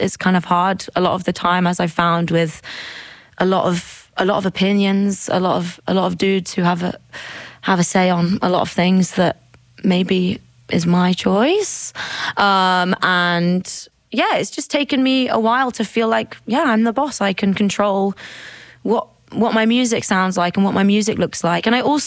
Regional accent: Midlands, United Kingdom; since I was like a little girl growing up in the Midlands.

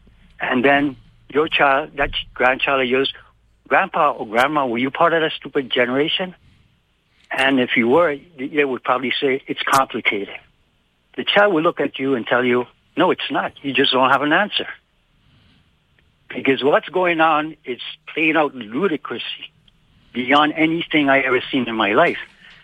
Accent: St. Thomas, U.S. Virgin Islands; also born or lived in United States; Yeah, born and raised.

